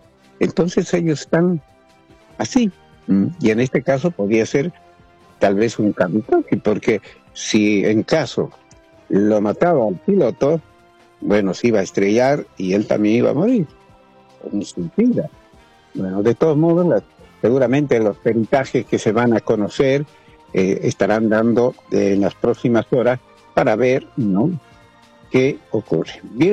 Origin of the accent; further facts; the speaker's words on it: Bolivia; nos toca como bolivianos, estemos o no estemos radicados en nuestro país.